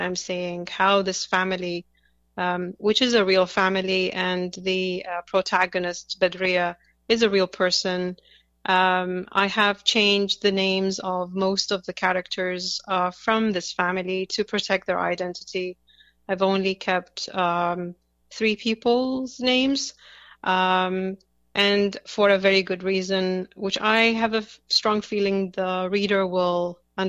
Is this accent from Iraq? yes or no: yes; Iraq; moved away; I was born in Iraq and I grew up in Iraq. So I witnessed the Iraq-Iranian war and the first Gulf War.